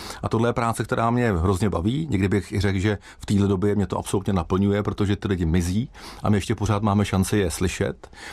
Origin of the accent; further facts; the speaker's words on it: České Budějovice, South Bohemian Region, Czechia; also born or lived in Pardubice / Prague / Liberec; Já jsem rodilý Budějčák, bydlel jsem tam vlastně do vysoké školy, pak jsem si dal takový čas cestování, kde jsem studoval v Pardubicích, pak jsme s manželkou, která pochází z Českého ráje, nějaký čas žili v Praze, v Liberci, tak jsme putovali, až jsme se zase vrátili do Budějic